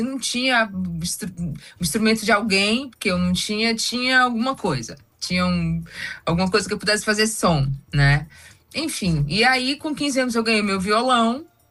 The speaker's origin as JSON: {"language": "Portuguese", "town": "Salvador", "region": "Bahia", "country": "Brazil", "said": "a primeira vez que eu saí de Salvador, assim, né, para trabalhar, foi com … Isso lá em 98, 99."}